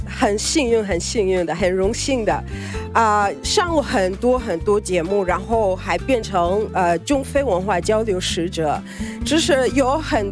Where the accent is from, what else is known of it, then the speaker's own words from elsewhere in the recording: Kenya; Chinese is a second language; now in China; 大家好，我是来自肯尼亚的